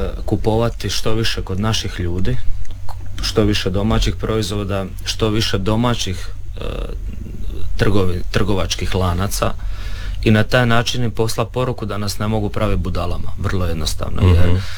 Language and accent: Croatian; Škabrnja, Zadar County, Croatia; ja dolazim isto iz Škabrnje